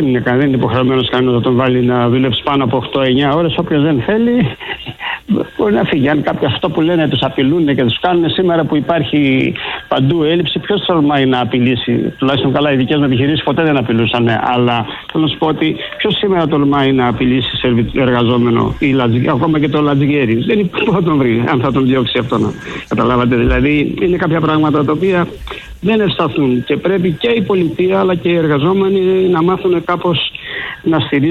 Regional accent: Greece; εμείς σαν Έλληνες έχουμε μάθει να παραπονιόμαστε

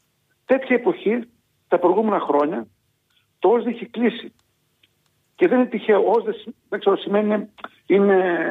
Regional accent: Thessaly, Greece; Χαρακτηριστικό παράδειγμα σας αναφέρω ότι στο χωριό μου, το οποίο είναι η μητέρα Καρδίτης, έχει γυμνάσιο.

